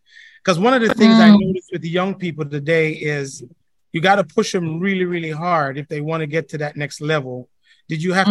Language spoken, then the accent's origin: English; Kingston, Jamaica; and now being from Jamaica, you know, I'm from Kingston.